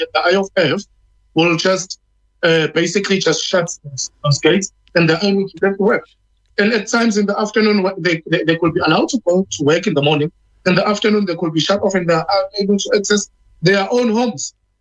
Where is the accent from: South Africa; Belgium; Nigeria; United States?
South Africa; KwaZulu-Natal; I'm one activist from South Africa in KZN that chooses not to be quiet.